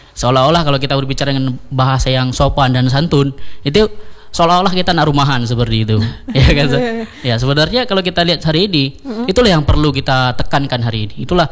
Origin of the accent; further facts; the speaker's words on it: Aceh, Indonesia; apalagi kita kan Aceh nih, di mana-mana warkop.